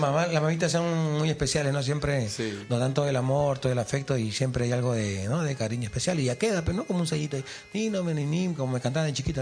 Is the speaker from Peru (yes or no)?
yes; Lima, Peru; Yo soy de Lima. Yo soy del barrio del Agustino, sí.